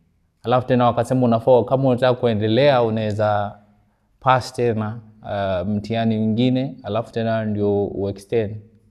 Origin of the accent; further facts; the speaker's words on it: Nairobi, Kenya; Swahili is a second language; moved away as an adult; mimi ni kijana nimelelewa Kibera. Nimelelewa huko